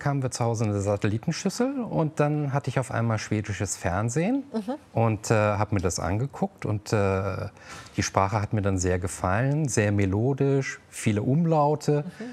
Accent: Northern Germany, Germany; für mich als Norddeutscher

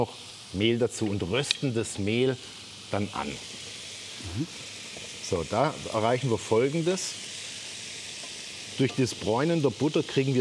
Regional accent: Baden-Württemberg, Germany; Nee, wir sind ja eigentlich keine ursprünglichen Schwaben. Ich bin ja Siebenbürger Sachse. Aber natürlich bin ich ja aufgewachsen, auch hier geboren bei Stuttgart.

